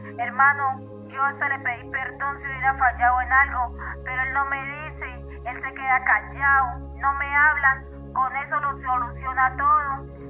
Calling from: Durango, Mexico; De Durango.

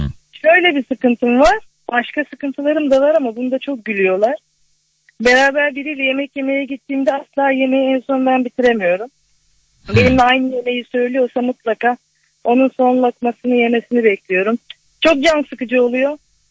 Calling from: Zonguldak, Turkey; Zonguldak'tayım. Şu an işe gidiyorum.

